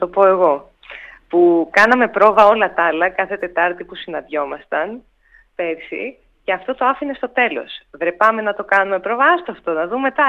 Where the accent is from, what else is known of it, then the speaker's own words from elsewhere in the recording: Ermoupoli, South Aegean, Greece; Εγώ μεγάλωσα στην Ερμούπολη της Ήρου.